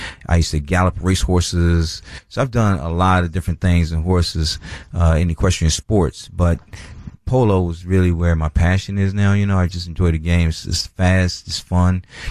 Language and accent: English; Washington, District of Columbia, United States; I grew up in Washington, D.C.